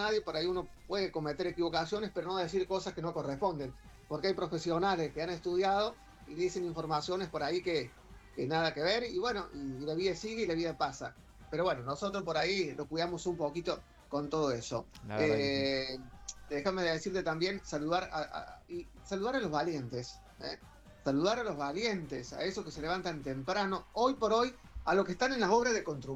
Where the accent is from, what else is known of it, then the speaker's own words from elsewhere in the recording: Córdoba, Argentina; el argentino, y sobre todo el cordobés